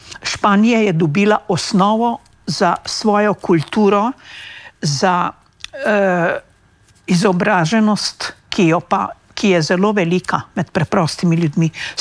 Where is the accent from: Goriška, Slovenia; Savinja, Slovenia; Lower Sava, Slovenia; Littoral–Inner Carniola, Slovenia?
Savinja, Slovenia; sama izhajam iz Zgornje Savinjske doline.